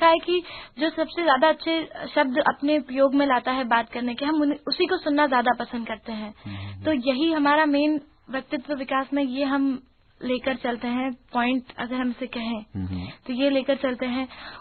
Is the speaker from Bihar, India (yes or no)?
no; Indore, Madhya Pradesh, India; born there; संतोष जी, इंदौर में ही मेरा जन्म हुआ है